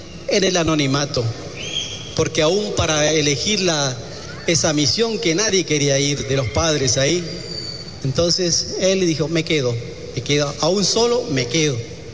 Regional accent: Argentina; moved away as an adult; now in Ecuador; cuando llegué aquí a Ecuador, yo llegué hace 3 meses aquí a Ecuador, soy argentino, y estuve por allá, por otras Amazonías

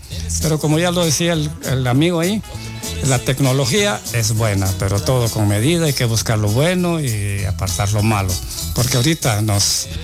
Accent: Purulhá, Baja Verapaz, Guatemala; Pues yo vengo de Purulá y siempre los escucho allá, toda la programación.

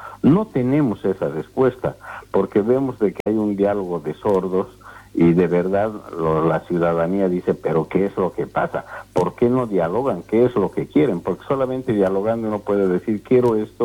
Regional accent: Bolivia; nosotros como bolivianos y bolivianas

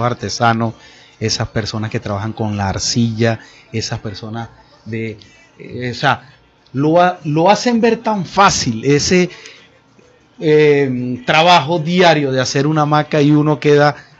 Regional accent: Venezuela; Nosotros como venezolanos

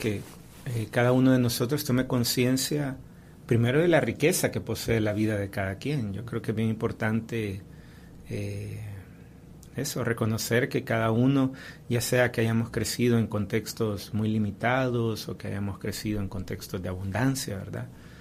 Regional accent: El Salvador

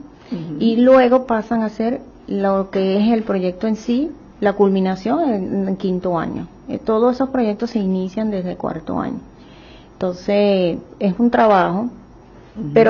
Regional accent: Venezuela; Les llegó la inquietud de que a veces nosotros como venezolanos no conocemos nuestra cultura.

